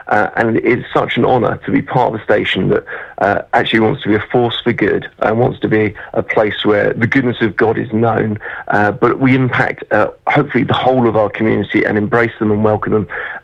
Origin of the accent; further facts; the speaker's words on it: London, United Kingdom; moved away as an adult; now in Bournemouth, Christchurch and Poole, United Kingdom; I'm a Londoner, so I've only been here since 2017